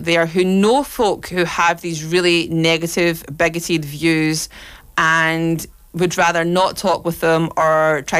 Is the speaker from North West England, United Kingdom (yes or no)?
no; Scotland, United Kingdom; accent: Scottish; to live in a country, to grow up in a country. Culturally, to be culturally Scottish and have the Scottish accent and go to the Scottish schools and go to Scottish high schools and work in Scottish jobs and be around Scottish people